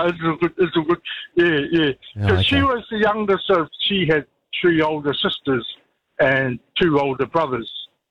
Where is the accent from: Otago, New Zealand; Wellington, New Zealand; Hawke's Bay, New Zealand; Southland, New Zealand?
Wellington, New Zealand; Wainuiomata; I can recall my dad, like, growing up in Wainamata, and dad used to get his flagons from the Palliser Hotel